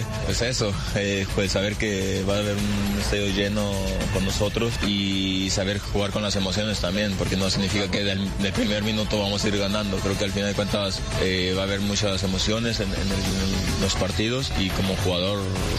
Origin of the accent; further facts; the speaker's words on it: Mexico; y naturalmente te nace, porque somos mexicanos y hay una conexión increíble.